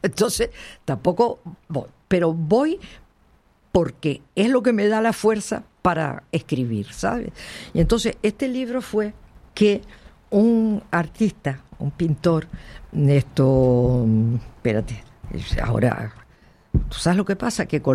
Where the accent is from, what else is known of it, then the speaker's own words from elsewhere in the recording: Las Palmas, Canary Islands, Spain; also born or lived in Santa Brígida; yo por ejemplo nací en Las Palmas, pero mis padres se pasaban 6 meses en Las Palmas y 6 meses en el Monte Lentiscal, en Santa Brígida.